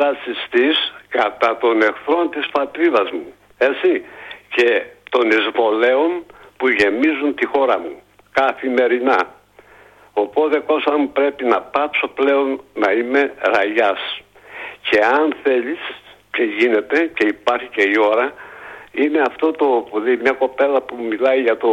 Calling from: Greece

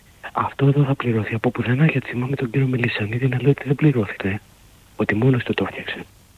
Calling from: Corinth, Peloponnese, Greece; από την Κόρινθο

